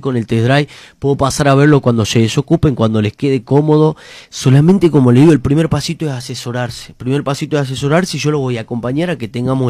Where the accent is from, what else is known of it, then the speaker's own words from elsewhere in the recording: Salta, Argentina; Vengo de Fort Puceto, Salta.